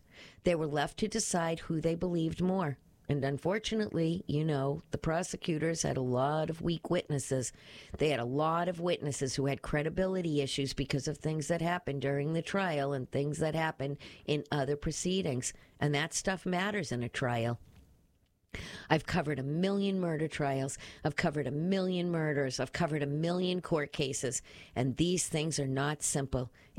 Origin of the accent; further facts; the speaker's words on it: Brockton, Massachusetts, United States; being born and raised in Brockton and living on the South Shore and in Boston, there's a lot of regional connections.